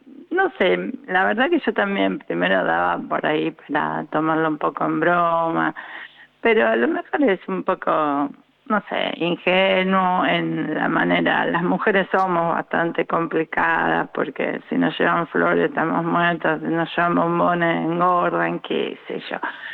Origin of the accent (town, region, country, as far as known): Rosario, Santa Fe, Argentina